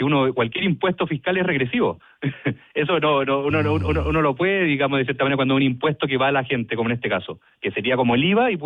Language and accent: Spanish; Chile; yo también como ciudadano chileno